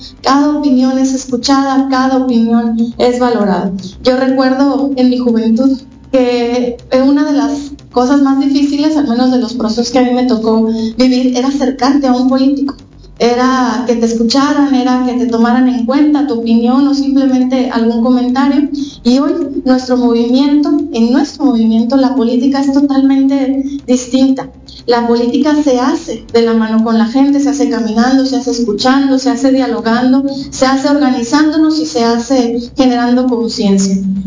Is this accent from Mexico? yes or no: yes; Colima, Mexico; que valora los derechos y el bienestar que hemos conquistado como colimenses y como mexicanos